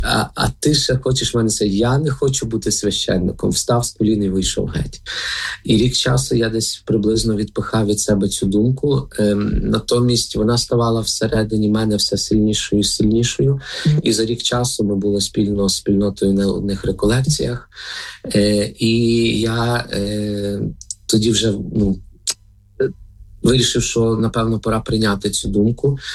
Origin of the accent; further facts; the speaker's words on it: Lviv Oblast, Ukraine; moved away; Родом я сам з Львівської